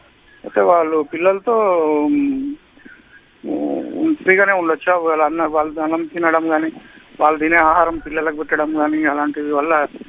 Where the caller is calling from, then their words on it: Hyderabad, Telangana, India; నేను హైదరాబాద్ నుంచి షామ్నాపూర్.